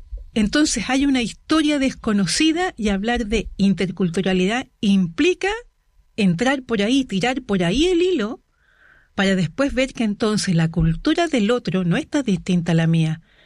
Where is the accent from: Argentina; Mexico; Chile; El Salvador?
Chile; soy chilena